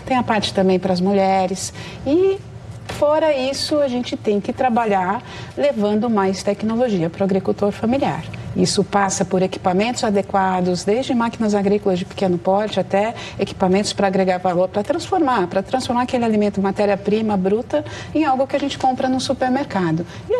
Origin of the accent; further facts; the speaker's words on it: Piracicaba, São Paulo, Brazil; Piracicaba, de onde eu venho